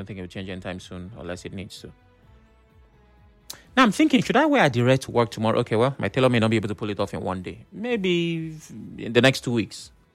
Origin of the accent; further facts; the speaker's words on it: Nigeria; Please reach out to me so that you can hook me up with adire in the spirit of being Nigerian.